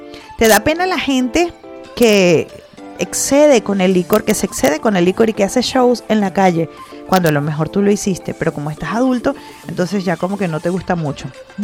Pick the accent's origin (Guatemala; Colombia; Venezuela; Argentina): Venezuela; como ciudadanos, como venezolanos que trabajamos, que pagamos impuestos